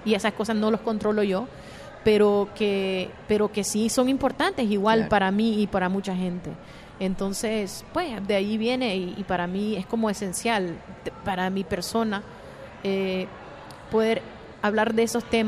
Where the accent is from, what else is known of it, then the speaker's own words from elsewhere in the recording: United States; born there; yo vengo de la comunidad inmigrante, mis padres pasaron por todo eso. Yo gracias a Dios nací en los Estados Unidos